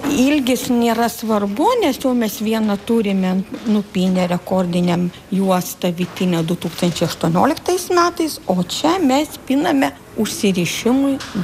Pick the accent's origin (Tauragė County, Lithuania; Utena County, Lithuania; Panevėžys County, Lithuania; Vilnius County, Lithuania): Panevėžys County, Lithuania; Tai aš pati esu iš Pasvalio krašto, augusi kaime